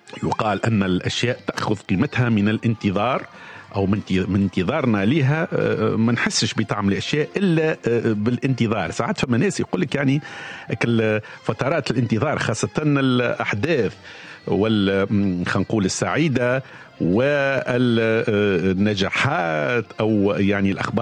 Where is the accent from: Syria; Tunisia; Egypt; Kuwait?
Tunisia; accent: Tunisian; احنا نقوله نستنى بلهجتنا التونسية.